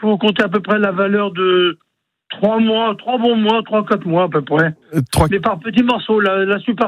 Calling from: Mayenne, Pays de la Loire, France

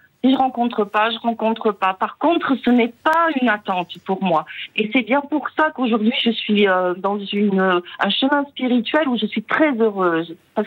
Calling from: Saint-Jean-de-Luz, Nouvelle-Aquitaine, France; moi, j'appelle de Saint-Jean-de-Luz.

